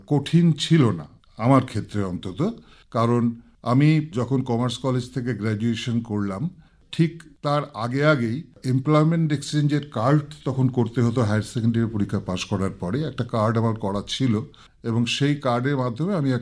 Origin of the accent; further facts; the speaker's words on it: Siliguri, West Bengal, India; আমি এই শহর শিলিগুড়ির ভূমিপুত্র, অর্থাৎ এই শিলিগুড়ির মাটিতেই আমার জন্ম। 1958 সালের 21 জুন।